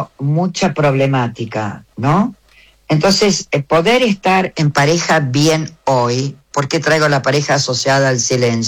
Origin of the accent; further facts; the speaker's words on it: Argentina; Yo soy la primera argentina de una familia absolutamente europea